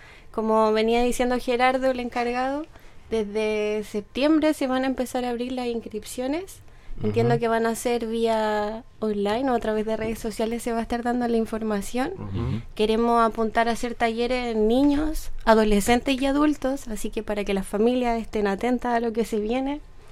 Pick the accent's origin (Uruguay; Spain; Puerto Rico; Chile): Chile; Romeral, Maule; moved away as an adult; also born or lived in Curicó; now in Longaví, Chile; yo soy de Curicó, soy nacida y criada en Romeral. Llegué a vivir acá a Longaví hace 3 años